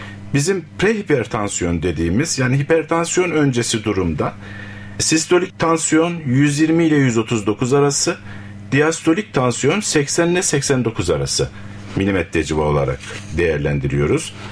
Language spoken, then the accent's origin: Turkish; Cyprus; moved away as an adult; also born or lived in Ankara; 1966 Kıbrıs doğumluyum. İlk orta ve lise tahsilimi Kıbrıs'ta tamamladıktan sonra